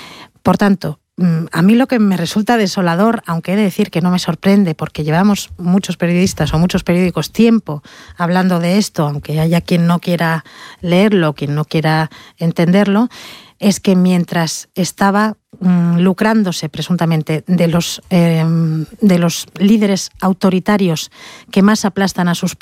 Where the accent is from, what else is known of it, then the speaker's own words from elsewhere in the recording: Spain; sino por el daño que nos hace como españoles a la imagen de nuestro país